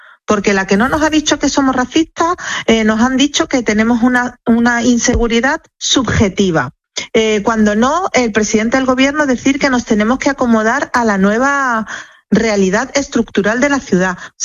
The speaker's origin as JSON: {"language": "Spanish", "region": "Ceuta", "country": "Spain", "said": "los que estamos encerrados y los que estamos controlando nuestros pasos somos los ceutíes."}